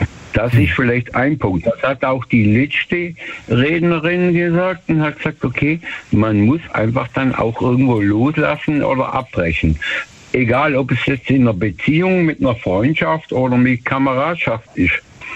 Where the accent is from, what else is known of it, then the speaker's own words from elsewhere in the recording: Germany; Ich bin bei einem tschechischen Motorradclub als Deutscher, als Einzigster.